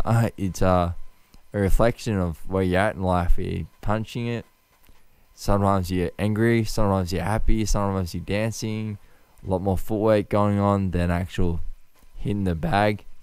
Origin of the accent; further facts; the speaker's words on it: Australia; I am Australian, and just because we're in a spot of bother right now doesn't mean we should jump ship.